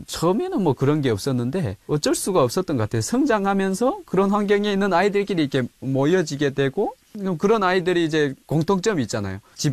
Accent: South Hamgyong, North Korea; 북한의 고향은 함경남도 동해바다 지역에서 태어나서 자랐고요. 제가 92년도에 태어났는데요.

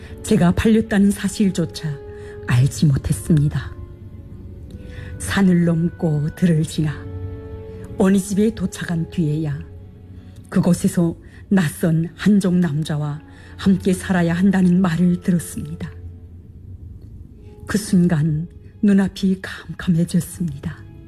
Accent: Kyongwon, North Hamgyong, North Korea; born there; moved away as an adult; 저는 함경북도 경원군에서 태어나 18살의 어머니를 잃었습니다. 이후 장사를 하며 가족의 생계를 책임지던 저는 돈을 벌어 가족들에게 조금이라도 보탬이 되고 싶다는 마음으로 두만강을 건너 중국으로 향했습니다.

